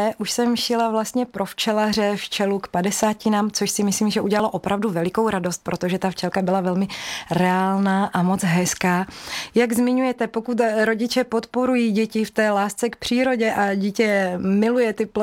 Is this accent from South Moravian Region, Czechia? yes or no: no; Moravičany, Olomouc Region, Czechia; now in Mohelnice, Czech Republic; pocházím z Moravičan a mám ty Moravičany strašně moc ráda